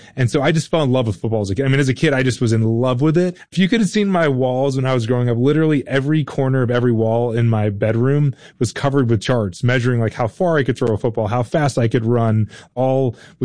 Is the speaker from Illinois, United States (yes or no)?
no; Raleigh, North Carolina, United States; You know, so I grew up in Raleigh, North Carolina, where college sports are really big, and NC State had a football team, and I grew up sort of like loving their team.